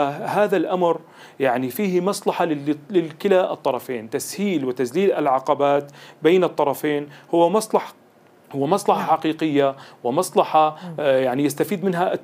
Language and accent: Arabic; Syria; إذا نحن كاقتصاد سوري يجب أن نعمل جاهدين إلى إعادة المصانع